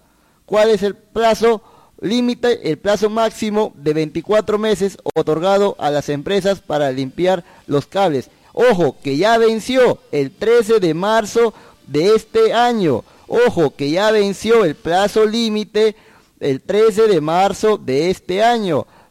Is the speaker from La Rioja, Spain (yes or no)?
yes; La Rioja, Spain; manchando una imagen que todos nosotros como riojanos queremos constru